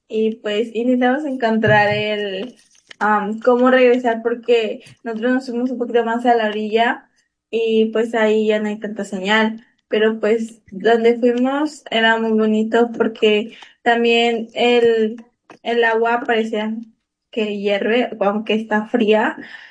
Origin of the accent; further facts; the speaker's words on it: Mexico; yo soy de México, entonces cuando me salí de mi estado